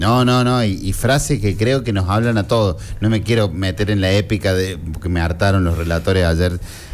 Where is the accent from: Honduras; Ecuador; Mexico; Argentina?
Argentina